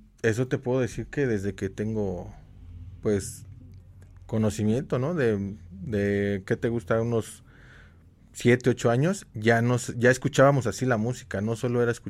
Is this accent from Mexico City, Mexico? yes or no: yes; Mexico City, Mexico; also born or lived in Cerro Prieto (colonia) / Simón Bolívar (colonia); Yo soy de la Romero Rubio